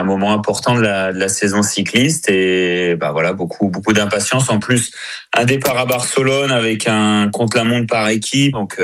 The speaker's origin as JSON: {"language": "French", "region": "Centre-Val de Loire", "country": "France"}